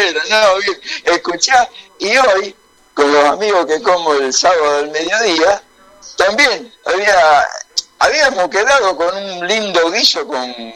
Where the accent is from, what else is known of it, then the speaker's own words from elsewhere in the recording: Rosario, Santa Fe, Argentina; ¿Vos sos de Rosario? Sí